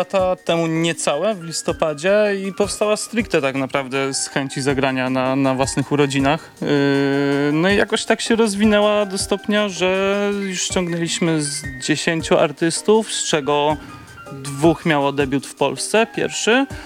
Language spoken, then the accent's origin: Polish; Wrocław, Lower Silesian Voivodeship, Poland; moved away as an adult; now in Kraków, Poland; Ogólnie to jest tak, że też jestem z Wrocławia. Mieszkam w Krakowie od 5 lat tak naprawdę.